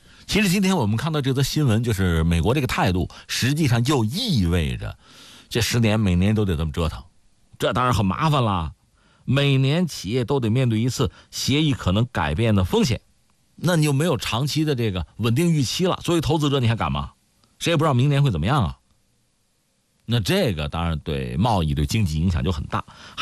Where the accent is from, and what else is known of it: China